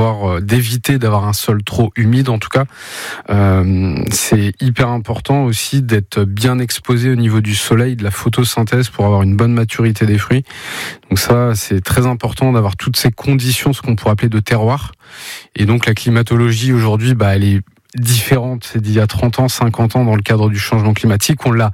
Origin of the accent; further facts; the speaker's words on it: Andouillé, Pays de la Loire, France; Alors moi, ma famille est originaire d'Andouillé, Chaillan, voilà, qui était agriculteur dans ce coin-là. Donc j'ai grandi dans cette zone en Mayenne.